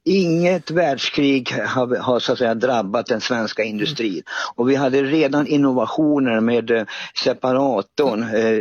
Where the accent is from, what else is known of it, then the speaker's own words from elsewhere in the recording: Ludvika, Dalarna County, Sweden; Jag kommer ju från Ludvika och den mest kända, det är ju Hasse Eriksson från 1967.